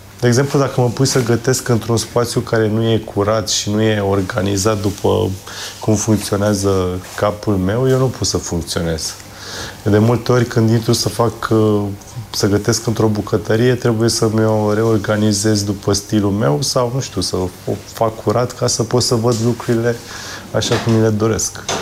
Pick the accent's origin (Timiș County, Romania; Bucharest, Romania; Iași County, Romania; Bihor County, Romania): Bucharest, Romania; Născut și crescut în București, într-o familie de militari.